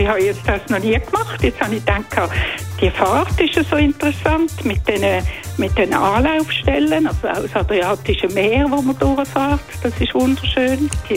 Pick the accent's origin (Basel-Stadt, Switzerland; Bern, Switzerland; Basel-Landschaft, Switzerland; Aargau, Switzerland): Basel-Stadt, Switzerland; Basel; accent: Basel; now in Zürich, Switzerland; Ja, das verliert man nie.